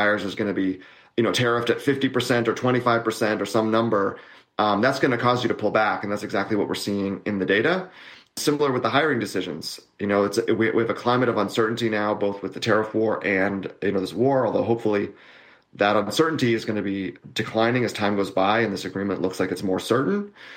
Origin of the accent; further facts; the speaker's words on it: Canada; You know, it certainly concerns me as a Canadian, because small business owners are a key engine of our economy